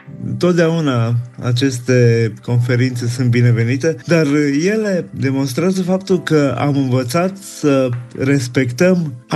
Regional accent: Transylvania, Romania; Poate și datorită faptului că sunt ardelean și iubesc organizarea și lucrurile așezate.

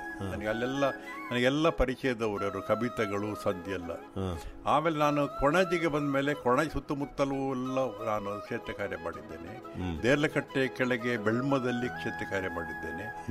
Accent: Tulu Nadu, India; born there; ನಾನು ಹೇಗೂ ತುಳುವಿನಲ್ಲಿ ಹುಟ್ಟಿದ್ರೂ ಕೂಡ

